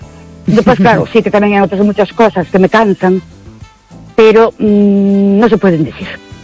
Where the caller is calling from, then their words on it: Ourense, Galicia, Spain; Buenas noches … de Orense.